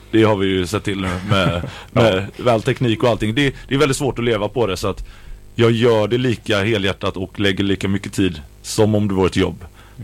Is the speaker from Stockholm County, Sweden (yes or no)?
no; Gothenburg, Västra Götaland County, Sweden; Jag flyttade från Göteborg, jag uppväxt i Göteborg. Men mamma flyttade upp i Bohuslän.